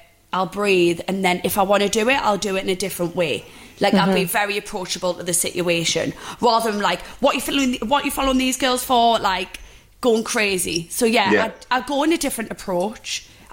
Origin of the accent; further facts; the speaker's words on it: North East England, United Kingdom; We're Geordie girls, and we are renowned for being, like, a bit cray-cray. But that's us, like, that's our nature. We're feisty, like, we don't hold back. And that's just the way we've all been brought up.